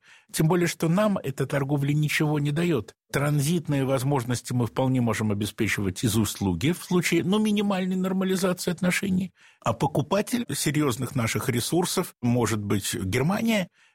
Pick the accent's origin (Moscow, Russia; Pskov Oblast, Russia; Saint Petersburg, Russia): Saint Petersburg, Russia; эстонской границы до моего родного Ленинграда 149 километров. Но это ведь не только мой родной Ленинград. Это мой родной город